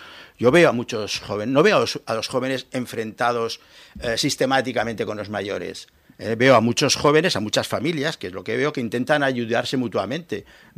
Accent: Zaragoza, Aragon, Spain

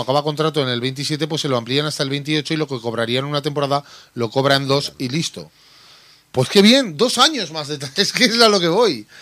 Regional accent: Aragon, Spain

